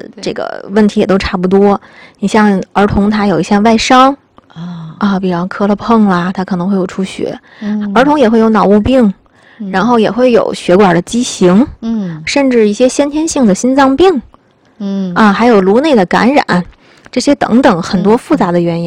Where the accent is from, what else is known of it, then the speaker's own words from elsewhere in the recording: Tianjin, China; 咱们天津人有的时候说爱接下茬儿啊